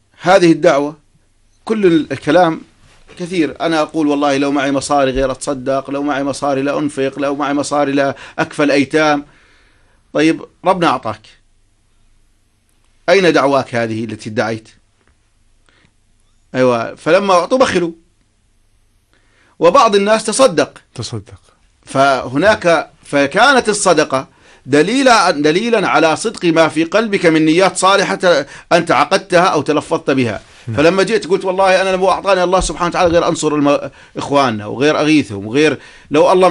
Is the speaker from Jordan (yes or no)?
yes; Jordan; احنا بلدنا الأردن بقيادتنا هاشمية